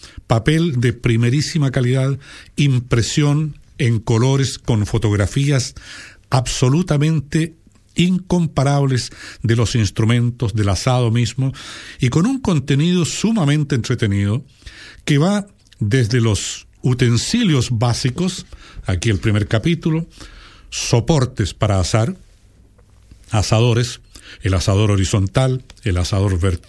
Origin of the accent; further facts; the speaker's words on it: Chile; los chilenos